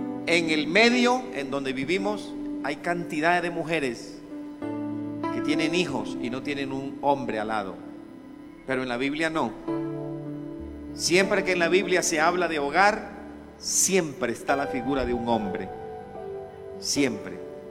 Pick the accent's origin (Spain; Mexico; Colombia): Colombia; born there; Pero nací en Colombia, tierra de bendición.